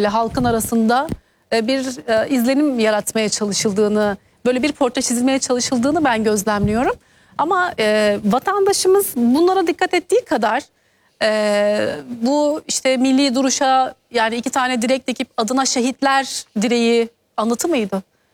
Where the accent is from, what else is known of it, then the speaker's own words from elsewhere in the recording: Istanbul, Turkey; İstanbul'da doğdum, büyüdüm.